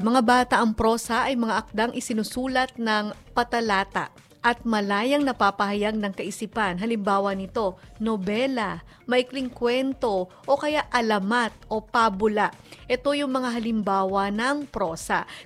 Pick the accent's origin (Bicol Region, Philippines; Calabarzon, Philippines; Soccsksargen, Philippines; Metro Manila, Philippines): Calabarzon, Philippines; Antipolo; Ako, taga-Antipolo ko, lagi may kwento sa amin.